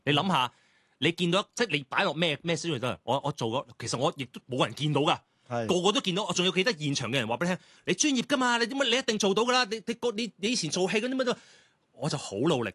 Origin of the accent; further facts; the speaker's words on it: Canada; moved away; 我细个在加拿大的时候